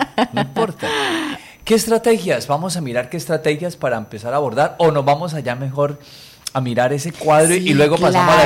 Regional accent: Norte de Santander, Colombia; Yo siempre me he confrontado aquí en esta ciudad de Cúcuta, soy norte santandereano, vale decirlo con toda alegría y gozo

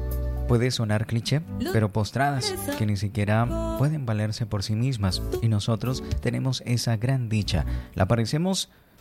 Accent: Colombia; como colombianos, un resultado favorable.

